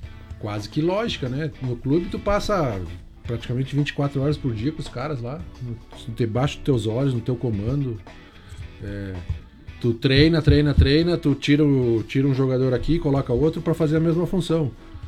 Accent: Rio Grande do Sul, Brazil; Eu sou gaúcho, né?

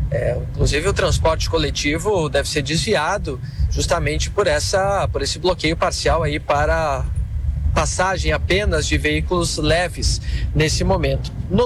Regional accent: Santana do Livramento, Rio Grande do Sul, Brazil; Acompanhei um pouco aí da tua jornada lá pela minha terrinha.

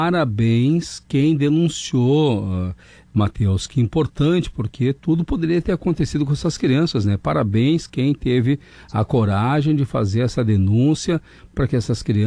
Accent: Porto Alegre, Rio Grande do Sul, Brazil; Mas nós somos aqui de Porto Alegre.

